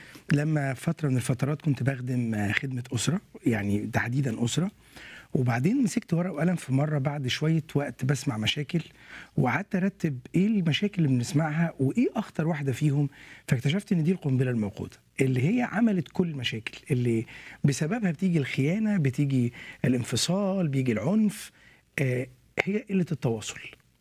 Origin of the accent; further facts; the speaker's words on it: Egypt; واحنا بنتابع البرنامج من مصر كتير قوي يعني